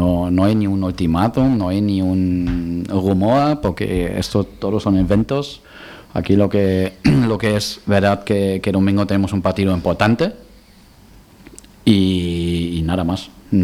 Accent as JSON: {"language": "Spanish", "region": "Balearic Islands", "country": "Spain", "said": "Hay que levantarse. Somos baleares, que ya sabemos cómo es caer y levantarse."}